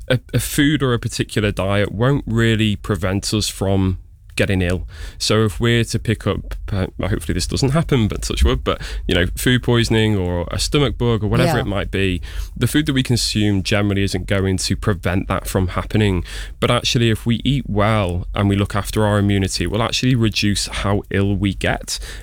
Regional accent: England, United Kingdom; So I studied in the Midlands. I'm from up north, and then I actually moved down south not so long ago. So my accent's probably a little bit all over the place.

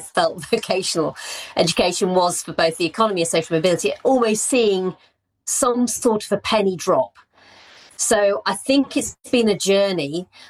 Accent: Rotherham, Yorkshire and the Humber, United Kingdom; I never met a lawyer growing up in Rotherham.

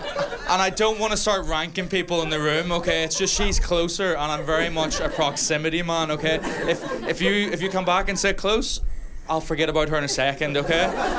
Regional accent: Northern Ireland, United Kingdom; I am from Northern Ireland.

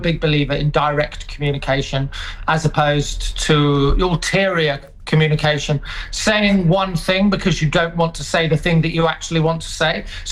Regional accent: United Kingdom; Well, as British people, I don't think we deal with compliments wonderfully anyway.

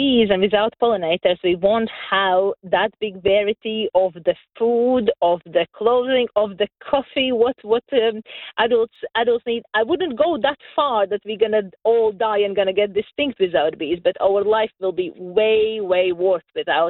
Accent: Latvia; now in United Kingdom; I'm from Latvia, and my mom was a beekeeper. So I grew up with bees. And then when during pandemic, living here in UK

